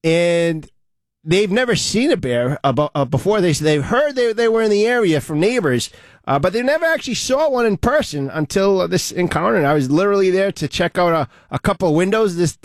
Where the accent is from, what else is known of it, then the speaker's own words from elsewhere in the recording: Olneyville, Rhode Island, United States; I'm from Oneyville